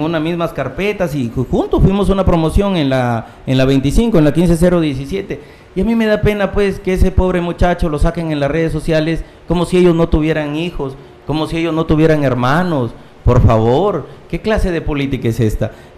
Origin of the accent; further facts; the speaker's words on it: Tambogrande, Piura, Peru; como padre de familia, como tamborandino